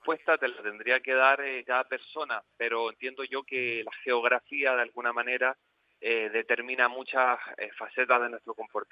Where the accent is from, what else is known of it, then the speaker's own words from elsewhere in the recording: Chile; moved away as an adult; also born or lived in Barcelona; now in Canary Islands, Spain; Me cambié mucho de casa de pequeño cuando vivía en Chile. Mi madre trabajaba mucho, nos movíamos mucho, vivíamos siempre, bueno, de alquiler, de aquí a allá.